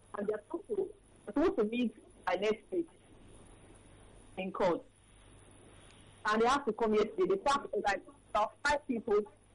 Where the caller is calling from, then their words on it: Kirikiri, Lagos, Nigeria; I'm calling from Kirikiri.